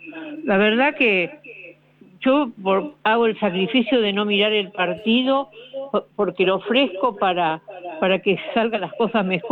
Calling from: Argentina; De San Cristóbal.

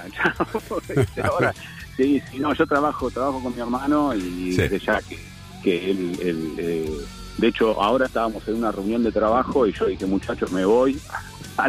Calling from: Avellaneda, Buenos Aires Province, Argentina; vivo en Avellaneda, sí. Y en la semana estoy en el campo trabajando

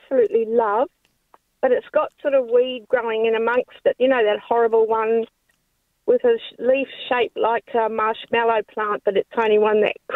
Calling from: Greenlands, New South Wales, Australia; I'm ringing from Greenlands, which is via Singleton

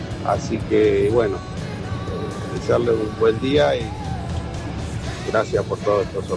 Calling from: San Martín, Buenos Aires Province, Argentina; de San Martín

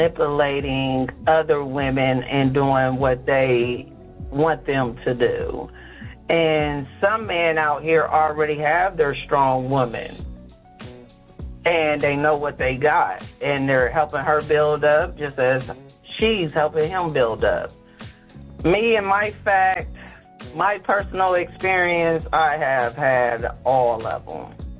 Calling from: Columbus, Ohio, United States; I'm calling from Columbus, Ohio.

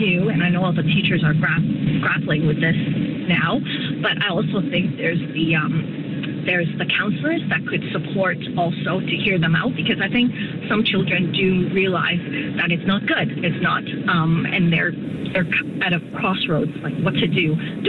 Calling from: York Region, Ontario, Canada; I'm calling from the York region, there's nothing.

